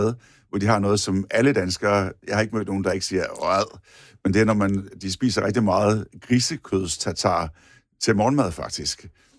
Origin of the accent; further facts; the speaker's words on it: Region of Southern Denmark, Denmark; Altså, som sønderjyde, så er man jo opvokset, eller jeg er opvokset med den tyske, kan man sige, sådan lidt pølsetradition